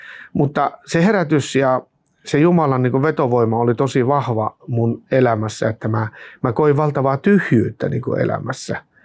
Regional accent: Jyväskylä, Central Finland, Finland; moved away; ja olen Jyväskylästä kotoisin, mutta olen täällä töissä tällä hetkellä.

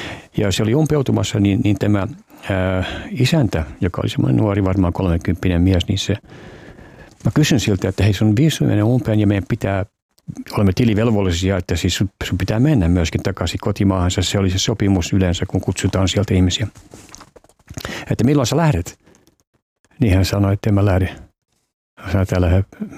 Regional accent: Canada; now in Finland; mä oon kasvanut englanninkielisessä maailmassa Kanadassa suicidalaisperheessä.

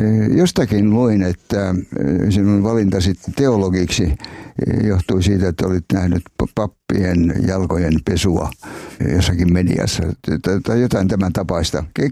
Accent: Enonkoski, South Savo, Finland; olen Itä-Savosta, Etelä-Savosta lähtöisin Enonkoskelta

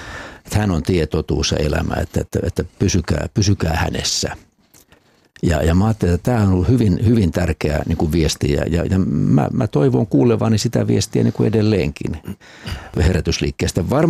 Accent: South Ostrobothnia, Finland; born there; siellä mun omilla synnyin sijoilla Etelä-Pohjanmaalla, miten siellä herätysliikkeet on muokanneet sitä ihan paikallisseurakuntaelämää

